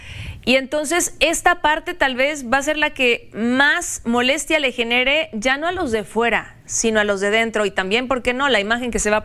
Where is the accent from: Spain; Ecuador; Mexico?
Mexico; Cada vez somos más mexicanos